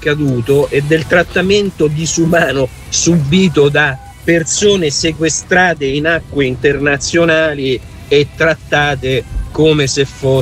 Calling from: Rome, Lazio, Italy; Buongiorno

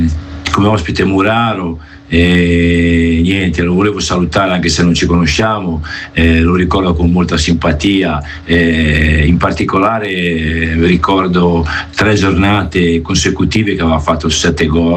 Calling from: La Spezia, Liguria, Italy; da Spezia

